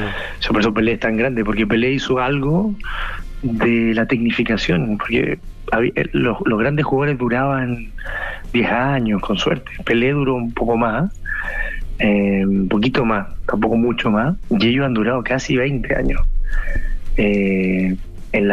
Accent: Chile; Peor somos nosotros, los chilenos, que ni estamos.

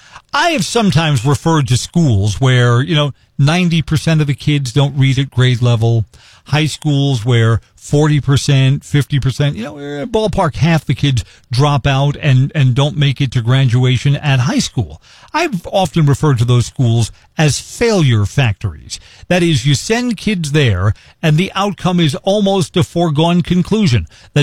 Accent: New York City, New York, United States; moved away; I grew up in Gravesend. Gravesend is a neighboring community not far from Coney Island.

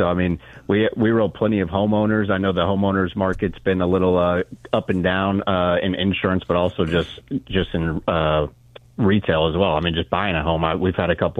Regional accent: Dallas, Texas, United States; now in Springfield, United States; I grew up in Dallas, Texas, so I dealt with a lot of heat, so I'm a little more used to it, maybe.

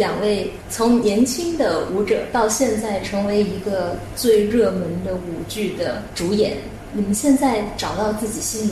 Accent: Jiangsu, China; 作为江苏人没有碰过，没有了解过这个香云纱

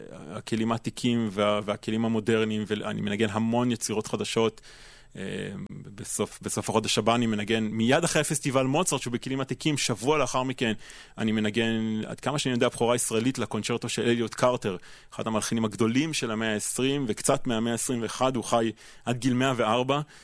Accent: Hungary; אני גם הונגרי בעצמי, ויש לי חיבור מיוחד למוזיקה של מלחינים הונגריים ולמסורת ההונגרית.

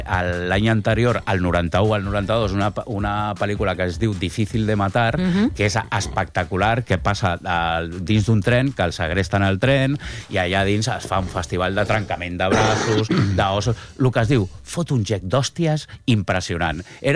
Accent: Sant Feliu de Llobregat, Catalonia, Spain; Jo vinc del Baix Llobregat i tinc aquest anglès anat. Tinc aquest anglès anat de Sant Feliu de Llobregat.

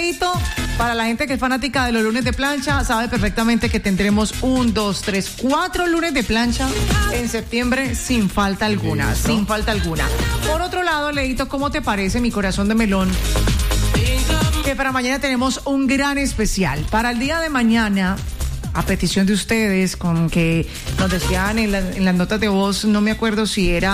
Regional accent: Colombia; porque al fin y al cabo somos colombianos, nos duele la misma patria

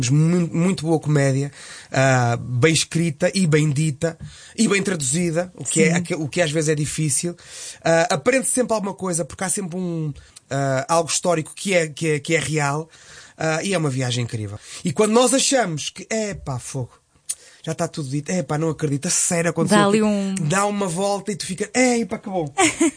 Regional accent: Porto, Norte, Portugal; accent: Porto; Às vezes escapa-me ali o meu sotaque do Porto, não é? Porque eu sou do Porto.

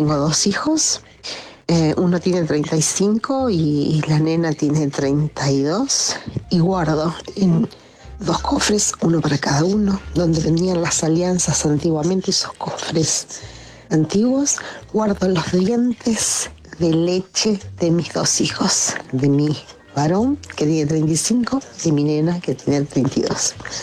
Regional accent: Mansilla, Entre Ríos, Argentina; now in Villa de Tina, Argentina; buenas noches. … soy de Mansilla, Entre Ríos, pero en este momento estoy en Villa de Tina, Buenos Aires.

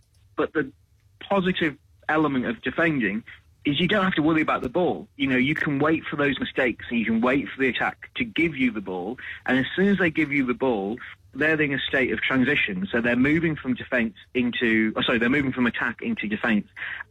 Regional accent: Wales, United Kingdom; As a Welshman myself, these are two games I pay particular attention to.

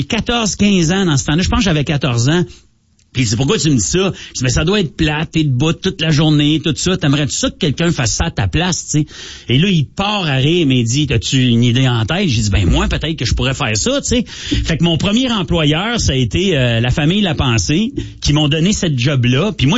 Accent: Ontario, Canada

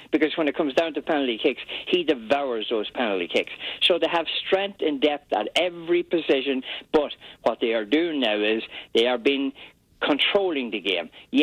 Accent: Ireland; Yeah, I'm Irish. I don't understand that.

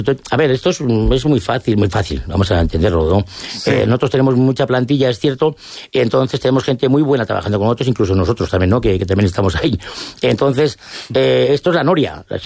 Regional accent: Almazán, Castile and León, Spain; yo en mi pueblo que soy de Almazán, cuando estaba en Almazán, si había cinco restaurantes, los cinco teníamos cosas diferentes

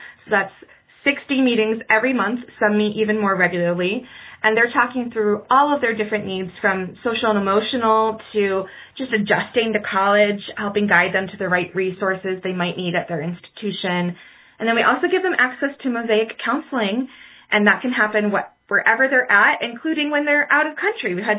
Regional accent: Michigan, United States; she'll be headed actually down to my hometown in Western Michigan University.

